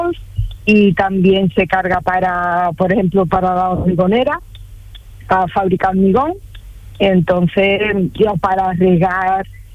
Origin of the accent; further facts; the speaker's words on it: Alhaurín el Grande, Andalusia, Spain; Pues mira, voy para Manilva, soy de Lardín el Grande, y estoy aquí en la carretera que empieza para Ojem.